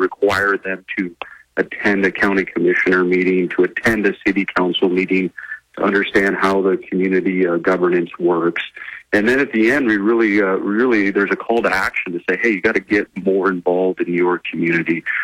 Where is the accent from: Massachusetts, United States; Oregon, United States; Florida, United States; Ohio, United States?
Oregon, United States; I grew up in Southern Oregon